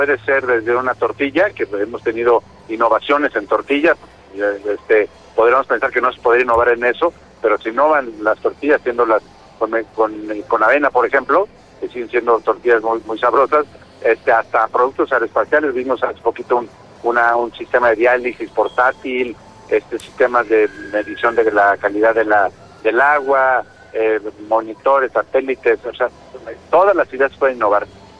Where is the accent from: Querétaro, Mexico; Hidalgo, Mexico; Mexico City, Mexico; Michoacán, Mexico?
Querétaro, Mexico; en Querétaro estamos poniendo el nombre muy en alto en nuestro estado.